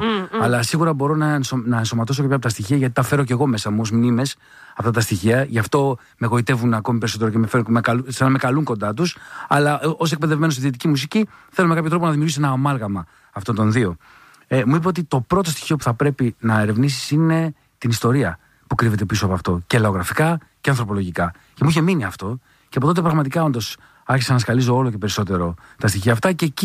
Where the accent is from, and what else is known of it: Drama, Eastern Macedonia and Thrace, Greece; born or raised there